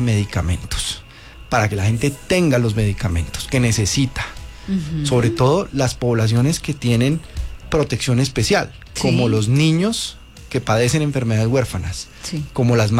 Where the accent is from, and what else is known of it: Colombia